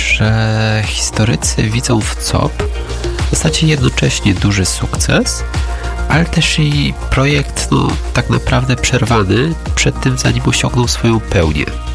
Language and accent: Polish; Rzeszów, Subcarpathian Voivodeship, Poland; tutaj akurat ja jestem z Rzeszowa i te opowieści rodzinne o tym dawnym WSK, o tych zakładach lotniczych dzisiaj już w prywatnych rękach